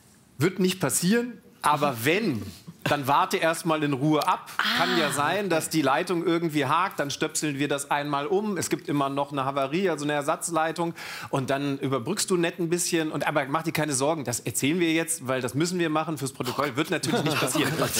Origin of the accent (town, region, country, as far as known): Lower Saxony, Germany; born or raised there